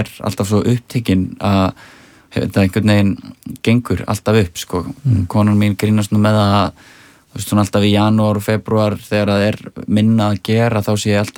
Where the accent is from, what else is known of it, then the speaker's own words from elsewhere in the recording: Reykjavík, Capital Region, Iceland; og svo er ég náttúrulega alveg upp í Árbæ þannig að … voru miklar hetjur og svona þetta íslenska rap svona í kringum hrunið.